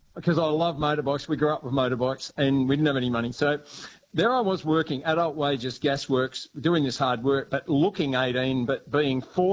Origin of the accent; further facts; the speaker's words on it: Bonville, New South Wales, Australia; also born or lived in Dunedoo; now in Guyra, Australia; from Bonville and Dunedoo, and now I'm at Gyra.